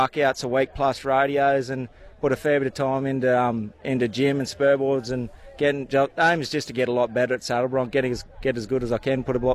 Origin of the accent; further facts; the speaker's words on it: Inverell, New South Wales, Australia; I'm from Inverell, New South Wales.